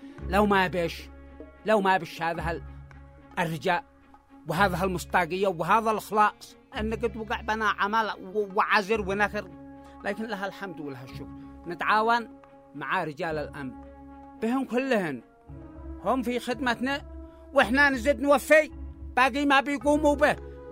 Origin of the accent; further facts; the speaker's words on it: Yemen; عاد إحنا يمنية